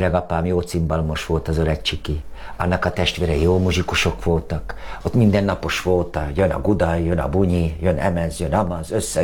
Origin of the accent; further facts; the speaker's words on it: Tápiószecső, Pest, Hungary; also born or lived in Budapest; now in Farmos, Hungary; Gyerekkorom az pedig Tápjószecsőn volt, végig ott is vannak a rokonaim, mind magyar cigányok, zenész dinasztia.